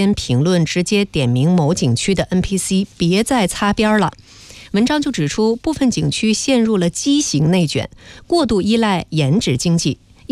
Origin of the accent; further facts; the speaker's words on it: Changchun, Jilin, China; 比如说在我家乡啊，长春动植物园的 NPC 雪饼猴，